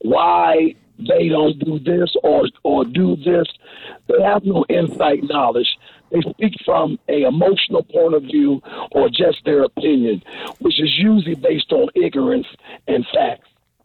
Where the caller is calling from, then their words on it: Washington, District of Columbia, United States; I'm calling from Capitol Hill, where I work at.